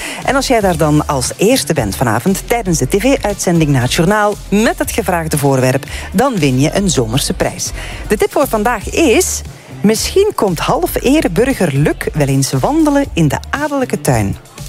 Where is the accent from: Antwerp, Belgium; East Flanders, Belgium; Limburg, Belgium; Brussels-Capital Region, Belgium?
Limburg, Belgium; En als Limburger denk ik echt te weten waar dat die staat vanavond.